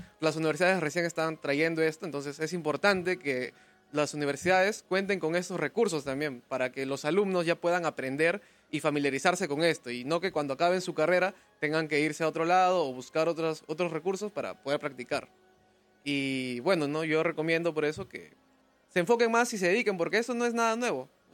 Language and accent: Spanish; Peru; en Perú tenemos el talento